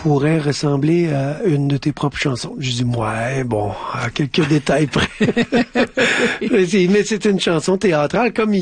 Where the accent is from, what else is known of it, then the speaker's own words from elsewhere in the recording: Quebec, Canada; moved away; moi, je suis né sur la côte nord à cette île, puis j'ai quitté mon patelin pour venir vivre ma vie de musicien.